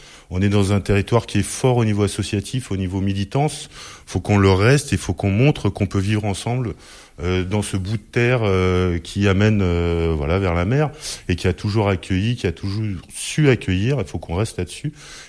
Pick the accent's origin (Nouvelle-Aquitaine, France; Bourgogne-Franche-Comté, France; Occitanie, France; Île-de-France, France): Île-de-France, France; now in Brittany, France; Moi j'ai migré en Bretagne, je venais d'Île-de-France